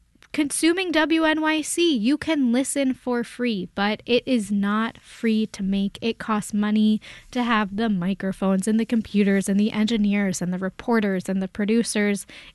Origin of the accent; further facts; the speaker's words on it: Baltimore, Maryland, United States; I became a sustaining member at my hometown station in Baltimore, Maryland.